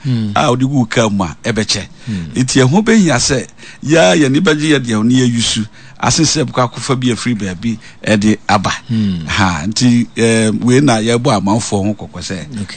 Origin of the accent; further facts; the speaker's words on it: Ghana; West Africa sub-region ha, yeah, … and I'm from Ghana